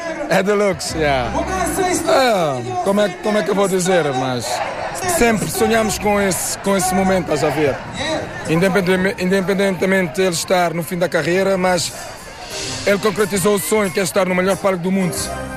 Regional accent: Cape Verde; Eu sou de Cabo Verde.

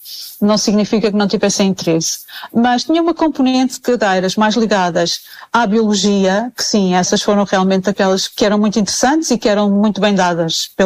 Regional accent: Lisbon, Portugal; Não, sou lisboeta.

